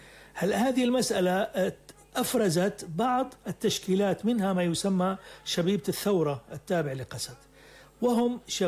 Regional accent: Syria; هذه نتوقعها كسوريين،

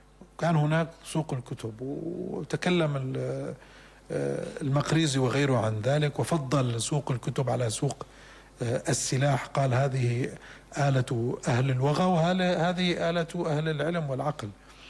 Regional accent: Damascus, Damascus Governorate, Syria; في مدينتي وفي أرجاء مدينة دمشق.

